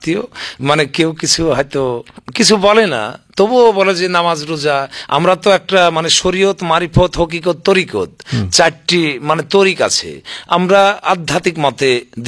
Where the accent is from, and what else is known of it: West Bengal, India